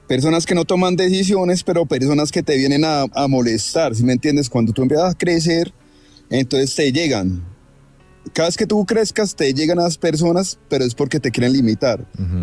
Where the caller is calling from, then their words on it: Bogotá, Colombia; No, yo estoy acá en Bogotá.